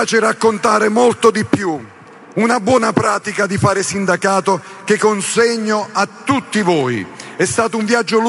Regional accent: Basilicata, Italy; fatto 600 chilometri per arrivare qui a Padova, un lungo viaggio anche perché, come sapete, le infrastrutture non sono certo dalle nostre parti in Basilicata.

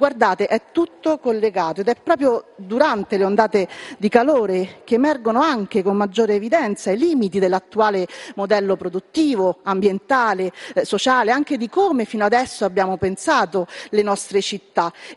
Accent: Lazio, Italy; anche la mia terra, la Ciociaria

